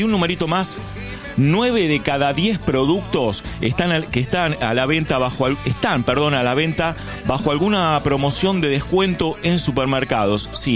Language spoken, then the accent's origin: Spanish; Argentina